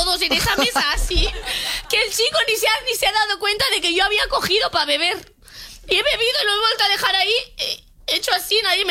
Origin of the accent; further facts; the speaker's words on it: Catalonia, Spain; como persona catalana esto me